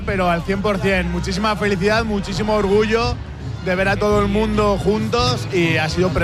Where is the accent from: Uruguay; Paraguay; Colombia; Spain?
Spain; Logroño, La Rioja